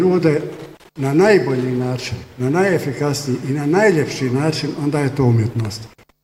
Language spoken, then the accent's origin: Bosnian; Bosnia & Herzegovina; što bi se reklo kod nas u Bosni, da nam renoviraju ovu zgradu nakon našeg teškog rata.